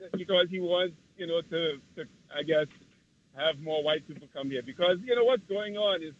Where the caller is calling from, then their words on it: New York City, New York, United States; from the Bronx.